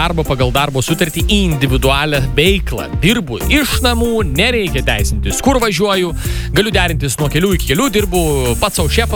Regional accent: Kaunas, Kaunas County, Lithuania; moved away as an adult; now in Kaišiadorys, Lithuania; Gimiau ir užaugau Kaune, su iki kaulų smegenų kaunietis

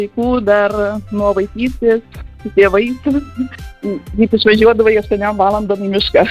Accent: Alytus County, Lithuania; now in Vilnius, Lithuania; Aš iš Vilniaus, bet gimtinė, kaip ir grybaujam, yra Druskininkų apylinkės.

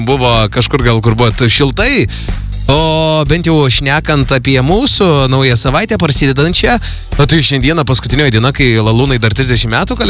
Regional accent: Klaipėda, Klaipėda County, Lithuania; Bet žinai kas, vat man kaip tik, kaip klaipėdiečiai, buvo labai pikta.

